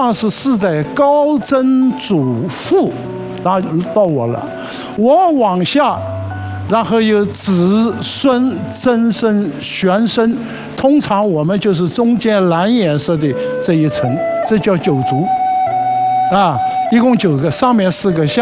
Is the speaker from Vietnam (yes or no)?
no; China